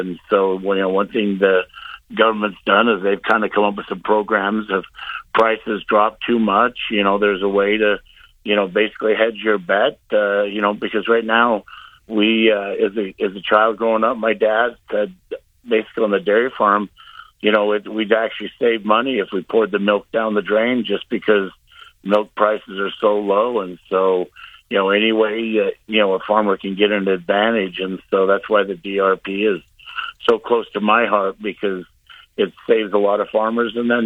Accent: Wyoming, United States; moved away as an adult; also born or lived in Nebraska; now in Utah, United States; being in the Midwest and growing up in Western Wyoming, we grew up on a dairy farm.

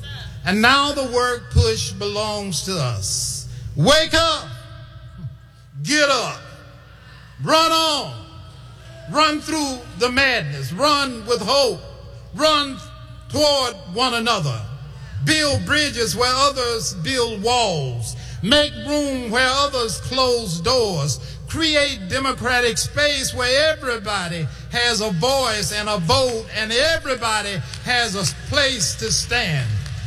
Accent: Chicago, Illinois, United States; We know something about that here in Chicago. I'm from Chicago.

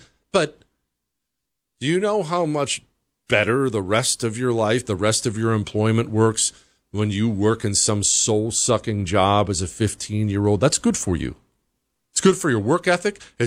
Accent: Bozeman, Montana, United States; I grew up in Bozeman, which was small back then. It's way bigger now, kind of got ruined, but small back then

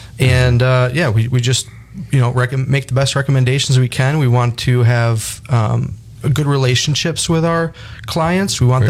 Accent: Watertown, New York, United States; I'm from Watertown.

